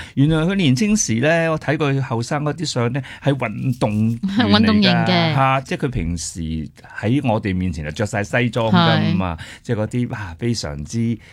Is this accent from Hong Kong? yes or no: yes; Hong Kong; 我哋香港人